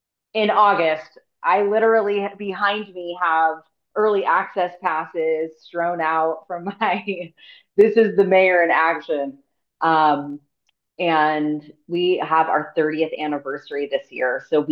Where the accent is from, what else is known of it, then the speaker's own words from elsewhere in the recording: Pacifica, California, United States; Well, I'm from the Bay Area, right? I grew up in the Bay Area. I grew up in a little town called Pacifica, California. We have a beach called Lindomar Beach. And I grew up basically in a place called Pedro Point.